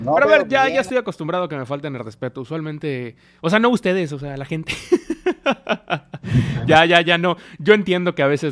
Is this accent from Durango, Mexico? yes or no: no; Chetumal, Quintana Roo, Mexico; Afortunadamente o lamentablemente no soy de Chiapas, soy de... híjole, no sé. Chetumal.